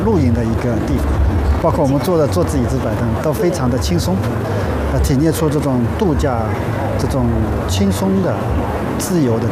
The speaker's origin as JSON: {"language": "Chinese", "country": "China"}